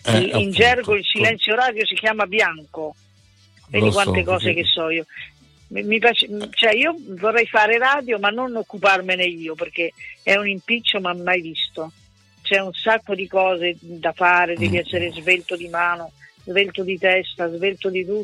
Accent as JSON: {"language": "Italian", "town": "Rome", "region": "Lazio", "country": "Italy", "said": "Io sono romana, ma i genitori miei sono marchigiani."}